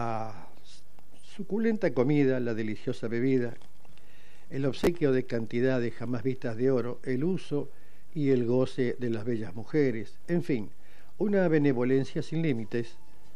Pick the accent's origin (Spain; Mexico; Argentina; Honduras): Argentina; así somos los argentinos